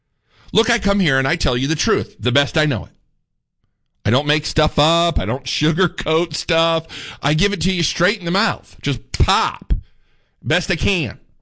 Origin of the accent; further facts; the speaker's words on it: Indiana, United States; now in Texas, United States; when we bought the house here in Texas, we're from Indiana.